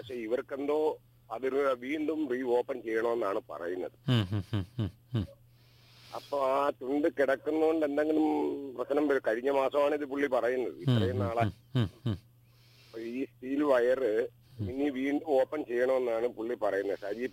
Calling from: Ernakulam, Kerala, India; അതെ, ഞാൻ എറണാകുളത്തുനിന്നാണ്.

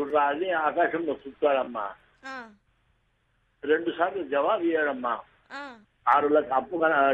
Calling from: Kadapa, Andhra Pradesh, India; నేను కడప నకాశీ నుండి

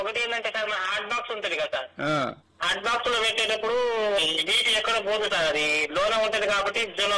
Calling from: Kothagudem, Telangana, India; Gollagudem rider Basti sir

